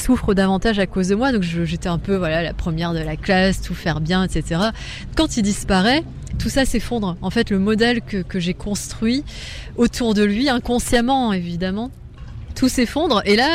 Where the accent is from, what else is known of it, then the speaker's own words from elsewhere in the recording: Hauts-de-France, France; born there; Je suis née en Picardie, c'est très exotique.